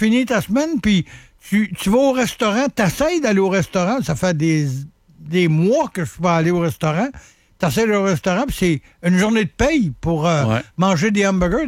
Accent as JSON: {"language": "French", "region": "Quebec", "country": "Canada", "said": "On n'a pas d'épines dorsales, on est des Québécois, puis on suit que la poutine pis Creton, ça va nous sauver la vie."}